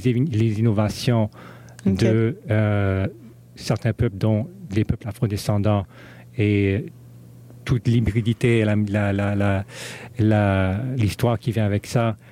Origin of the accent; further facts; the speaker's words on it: Vancouver, British Columbia, Canada; first language English; French is a second language; moved away; moi je suis d'origine chinoise, j'ai grandi à Vancouver, je suis anglophone, j'ai pas grandi avec la salsa, j'ai pas grandi avec la musique africaine